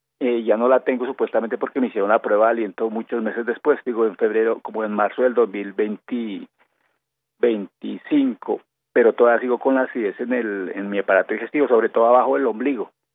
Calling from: Bogotá, Colombia; Desde el barrio Marsella, doctora.

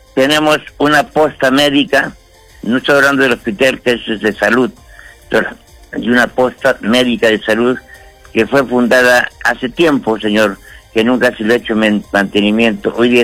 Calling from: Cerro Colorado, Arequipa, Peru; yo vivo en Cerro Colorado. Acá en Cerro Colorado hay muchas obras que hacer.

